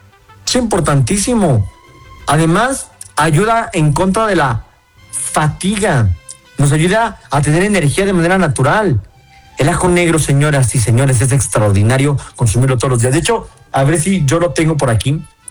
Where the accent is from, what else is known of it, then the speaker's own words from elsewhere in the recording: Toluca, State of Mexico, Mexico; Más ahora que estoy en Ciudad de México, porque yo soy de acá de Toluca.